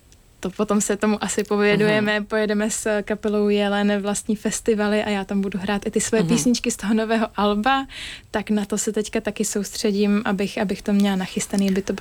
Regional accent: Prostějov, Olomouc Region, Czechia; když jsem měla kamarády ze svého rodného města z Prostějova. Tak my jsme se potom tak jako odstěhovali na ty vysoké školy do jiných měst a takhle.

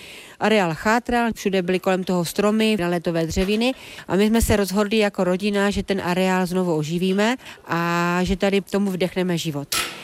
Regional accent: Proskovice, Moravian-Silesian Region, Czechia; Já jsem z Proskovic. Neřekla bych, že jsem úplně z zemědělské rodiny, ale celý život jsme doma měli prasátko, ovečku, slepice, králíky.

